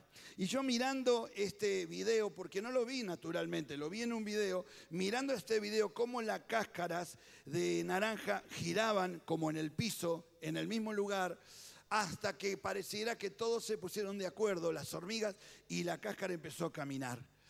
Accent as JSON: {"language": "Spanish", "town": "Tigre", "region": "Buenos Aires Province", "country": "Argentina", "said": "yo soy de Tigre, de la ciudad de Tigre, no del equipo de Tigre, sino de la ciudad de Tigre."}